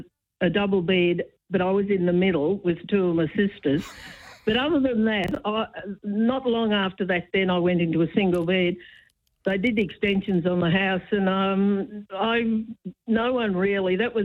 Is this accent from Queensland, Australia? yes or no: no; Colac, Victoria, Australia; Down near Colac. My dad was on a farm down near Colac, had a big farm.